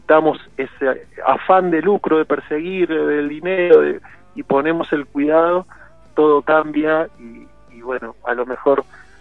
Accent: Buenos Aires, Argentina; moved away as an adult; yo crecí ahí, tuve 4 décadas viviendo

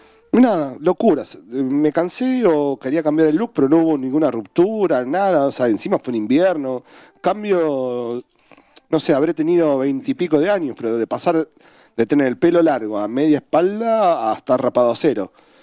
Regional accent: Casilda, Santa Fe, Argentina; moved away; also born or lived in Rosario; Yo soy de provincia de Santa Fe, una ciudad que se llama Casilda, que queda a 50 kilómetros de Rosario. Estaba estudiando en Rosario

